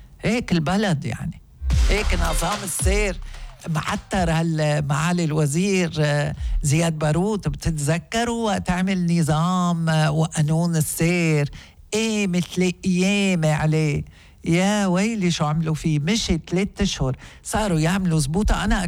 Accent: Lebanon; بالنسبة لنا بلبنان

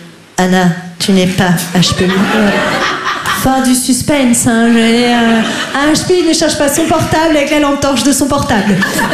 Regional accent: Grand Est, France; Voilà, je n'ai jamais reçu de pression et j'ai grandi en Lorraine.

